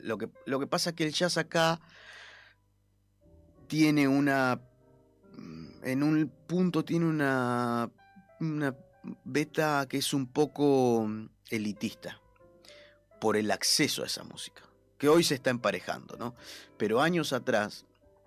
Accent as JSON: {"language": "Spanish", "region": "Córdoba", "country": "Argentina", "tie": "born or raised there", "moved": "yes", "said": "en mi pueblo, yo cuando crecí en los años 90, mi adolescencia, infancia, adolescencia"}